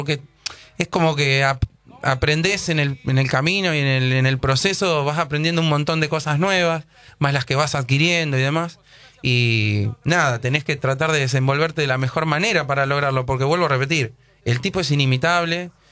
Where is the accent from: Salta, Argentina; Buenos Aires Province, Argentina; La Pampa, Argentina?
Buenos Aires Province, Argentina; Luján; Y bueno, nosotros somos de Luján.